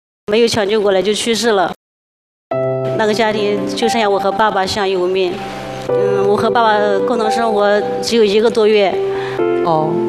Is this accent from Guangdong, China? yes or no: no; Lu'an, Anhui, China; 我来自安徽省六安市